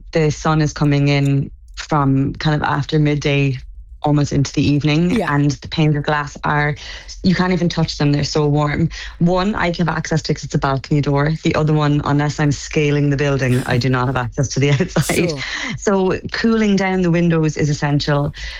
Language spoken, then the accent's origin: English; Ireland; growing up in Ireland, it was never warmer outside than inside, really.